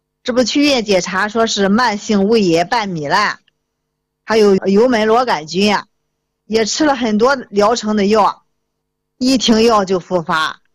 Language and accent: Chinese; Jinan, Shandong, China; 我今年62岁啊。我呢是来自山东济南，是咱们栏目的一个老听众了。